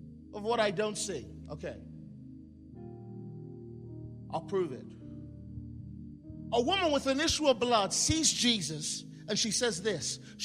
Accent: England, United Kingdom; born there

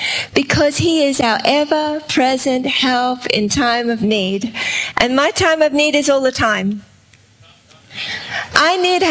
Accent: Australia; We are from Australia. That's why my accent's a little different

